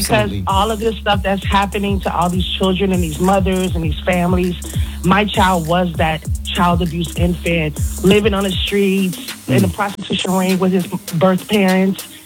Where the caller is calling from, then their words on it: Houston, Texas, United States; I'm calling from H-Town, Texas.